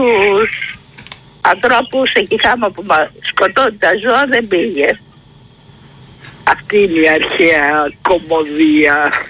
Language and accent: Greek; Cyprus